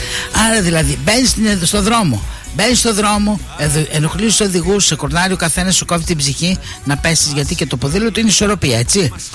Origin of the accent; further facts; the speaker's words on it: Larissa, Thessaly, Greece; εγώ να σου πω από εκεί που κατάγομαι, από τη Φιλιππούπολη.